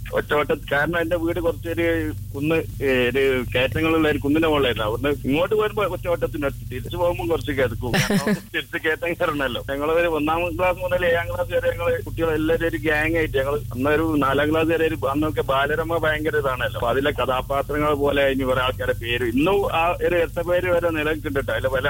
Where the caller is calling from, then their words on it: Vennakkode, Kerala, India; Vennakode.